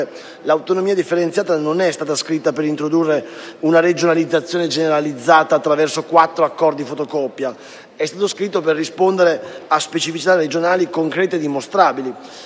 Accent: Lombardy, Italy; lo dico da lombardo

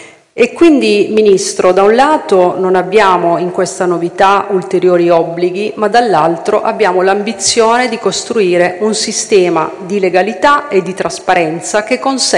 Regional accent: Rimini, Emilia-Romagna, Italy; da riminese, abitante di Rimini, che è modello della ricettività e dell'accoglienza, lo dico con cognizione di causa.

